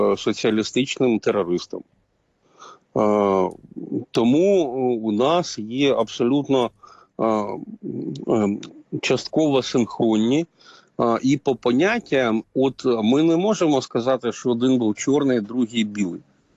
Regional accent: Kyiv, Ukraine; я киянин і надніпрянець.

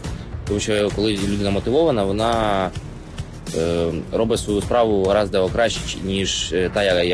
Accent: Kherson, Kherson Oblast, Ukraine; я сам з Херсона, мені 18 років.

